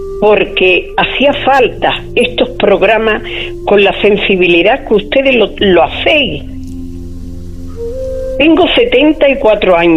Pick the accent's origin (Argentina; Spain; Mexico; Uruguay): Spain; Huelva, Andalusia; Soy de Huelva, pero estoy ahora mismo en Mazagón.